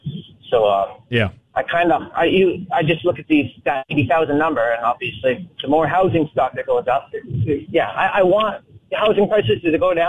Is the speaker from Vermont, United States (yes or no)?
yes; Vermont, United States; moved away as an adult; now in Maine, United States; I'm originally from Vermont. I bought a house that I think I was 26 years old. I got married a little later than he did. And then we sold. So we moved up in 20 to Maine to be with family.